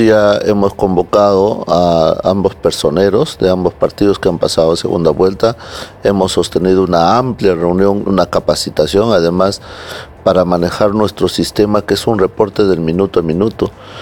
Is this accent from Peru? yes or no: yes; Peru; nosotros como peruanos